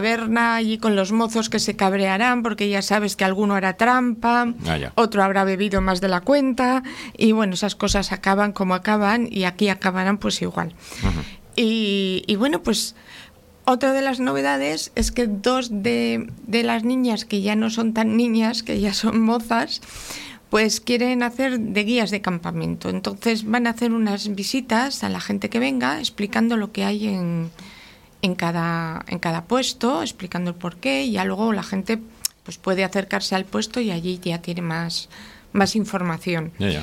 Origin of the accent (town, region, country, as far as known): Laredo, Cantabria, Spain